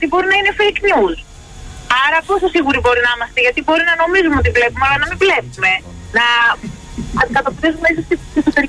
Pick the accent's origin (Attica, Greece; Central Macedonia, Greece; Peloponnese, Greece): Central Macedonia, Greece; Thessaloniki; από τη Θεσσαλονίκη.